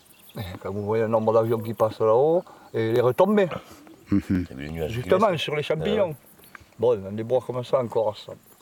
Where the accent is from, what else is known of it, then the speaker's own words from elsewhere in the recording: Puyvert, Provence-Alpes-Côte d'Azur, France; Nous, on est de Puyvert. On est à combien? Une demi-heure ici, Philippe?